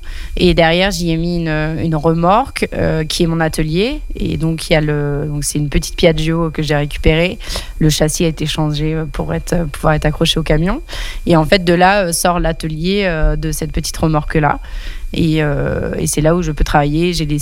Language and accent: French; Angers, Pays de la Loire, France; born there; moved away as an adult; Je suis partie d'Angers, donc c'est là où est né le projet, c'est là où je suis née.